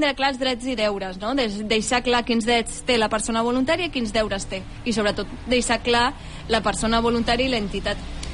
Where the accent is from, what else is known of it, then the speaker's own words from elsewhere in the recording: Valencian Community, Spain; soc valenciana